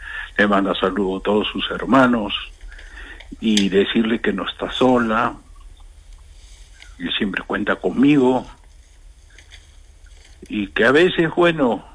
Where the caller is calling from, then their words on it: Lima, Peru; Yo soy de Lima.